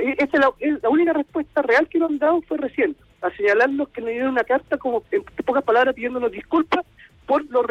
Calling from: Limache, Valparaíso, Chile; Te llamo de San Alfonso, del sector de Limache.

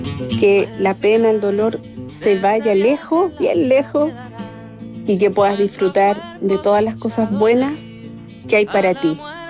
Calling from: La Florida, Santiago Metropolitan Region, Chile; Hola Miguel … de la Florida.

